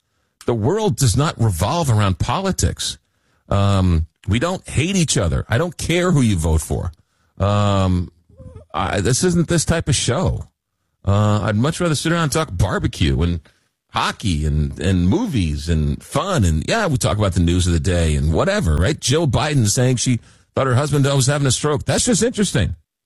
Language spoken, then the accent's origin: English; New York, United States; Well, first of all, I'm from New York. So, no, I don't eat pizza with a fork. I fold my pizza like any self-respecting New Yorker.